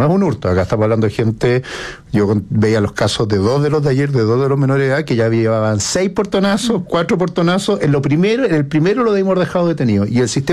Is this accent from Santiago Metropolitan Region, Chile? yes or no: yes; Santiago, Santiago Metropolitan Region, Chile; me crié en la Colón 9000